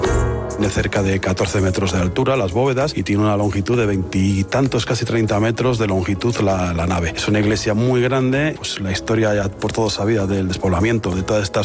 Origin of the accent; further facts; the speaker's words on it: Palencia, Castile and León, Spain; born there; moved away as an adult; Soy nacido en Palencia y llegué a Fuenteodra hace 25 años por inmobiliaria.